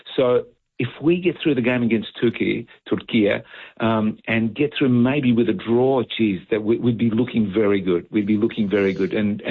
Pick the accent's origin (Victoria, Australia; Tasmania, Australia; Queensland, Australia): Victoria, Australia; Well, certainly I come from Victoria, so you know, big on the AFL.